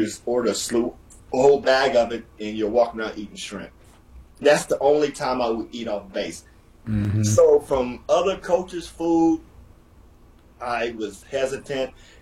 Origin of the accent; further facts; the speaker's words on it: United States; I'm a meat and potato guy, and I'm straight American.